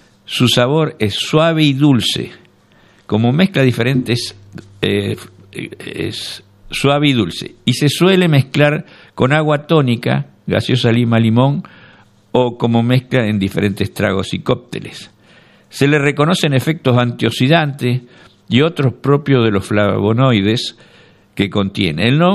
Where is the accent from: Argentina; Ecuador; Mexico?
Argentina